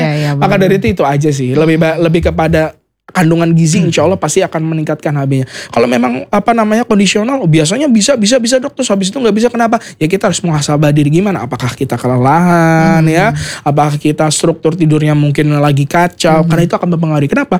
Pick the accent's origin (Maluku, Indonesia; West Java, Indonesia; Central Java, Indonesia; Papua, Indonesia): Central Java, Indonesia; Banyumas; accent: ngapak; walaupun saya tidak lahir di Banyumas, tapi saya besar di Banyumas, dan saya bangga jadi orang Banyumas. Ya, bapak-bapak ya. Walaupun ngapak saya kurang bagus